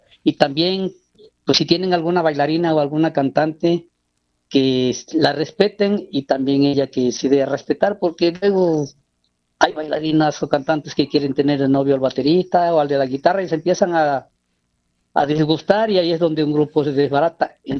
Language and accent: Spanish; Paso de Ovejas, Veracruz, Mexico; Yo soy del municipio de Paso de Ovejas, de Veracruz